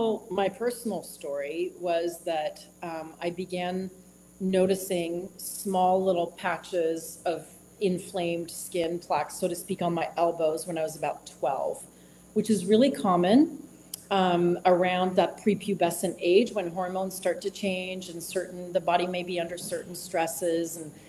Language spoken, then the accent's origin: English; Canada; And I grew up in Canada and did my undergraduate studies in Ottawa, Ontario.